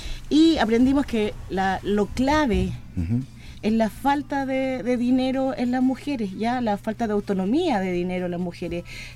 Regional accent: Riñihue, Los Ríos, Chile; Yo que vengo de Riñigüe

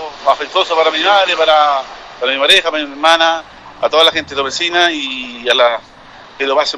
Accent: Chile; born there; volví al glorioso Carlomán, una de las ninguna de Víctor Mesina, donde yo nací

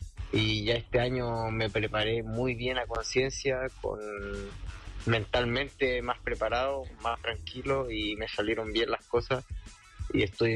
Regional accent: El Quisco, Valparaíso, Chile

